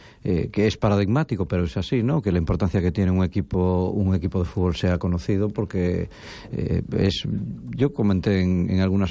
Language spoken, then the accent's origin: Spanish; A Coruña, Galicia, Spain; No, somos de España. ¿De dónde de España? Somos de Coruña.